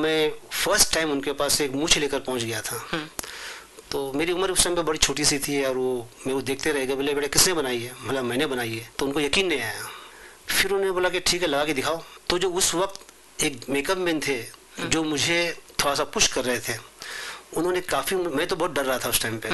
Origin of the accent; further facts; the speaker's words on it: Ratnagiri, Maharashtra, India; मैं हूँ रत्नागिरी से बिलोंग करता हूँ।